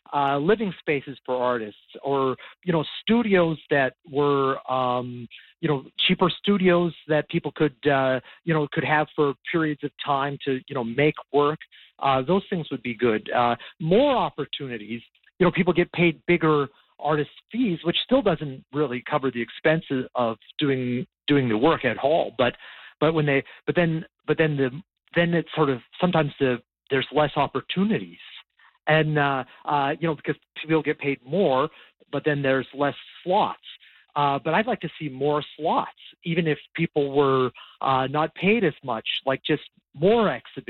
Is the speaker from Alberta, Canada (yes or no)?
yes; Alberta, Canada; now in Kelowna, Canada; So I'm originally from Alberta, and which is also a conservative place